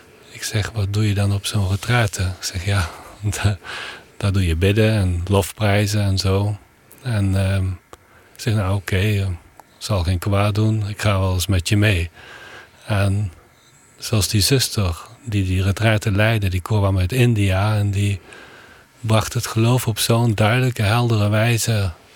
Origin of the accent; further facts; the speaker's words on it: Landgraaf, Limburg, Netherlands; ik kom uit Landgraaf. Dat ligt in de buurt van Heerlen, Kerkrade.